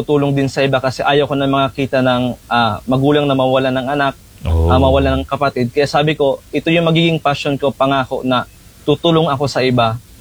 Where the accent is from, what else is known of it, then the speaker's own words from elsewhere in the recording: Bulan, Bicol Region, Philippines; agad na po ako na umuwi sa amin sa bayan namin sa Bulan, Sorsogon, which is 54 kilometers away from